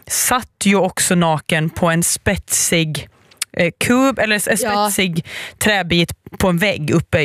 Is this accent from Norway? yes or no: no; Åland, Finland; jag kommer ju från Åland